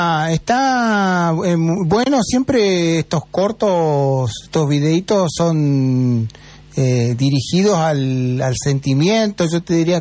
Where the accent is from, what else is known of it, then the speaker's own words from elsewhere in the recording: Argentina; ganamos como argentinos